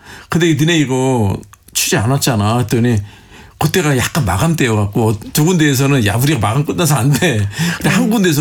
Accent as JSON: {"language": "Korean", "country": "South Korea", "said": "근데 제가 사정을 했어요. 내 한국에서 왔는데 안 되는 영어로 진짜 사정을 했어요."}